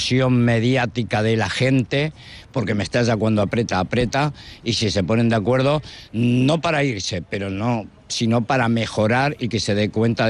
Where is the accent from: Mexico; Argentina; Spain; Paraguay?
Argentina; A ver, yo como buen argentino creo que sí, que hay esperanza.